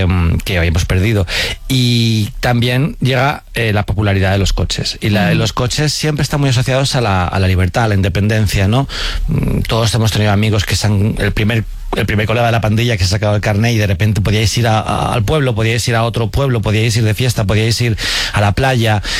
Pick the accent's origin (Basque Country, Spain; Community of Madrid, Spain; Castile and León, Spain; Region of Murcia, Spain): Community of Madrid, Spain; Alcorcón; cuando decían, ¿tú de dónde eres? Yo decía, Alcorcón, la gente era como... ¿Sabes? En plan, como que les parecía gracioso ser de Alcorcón. Y yo, ¿qué pasa? En plan, para mí ser de Alcorcón era normal.